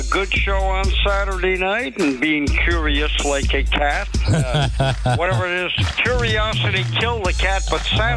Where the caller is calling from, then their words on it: Liverpool, Nova Scotia, Canada; I'm calling from Liverpool.